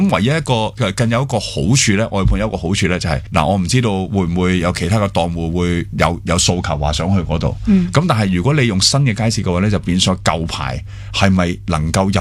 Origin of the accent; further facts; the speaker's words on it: Hong Kong; 承诺对于我哋香港人嚟讲好重要嘅。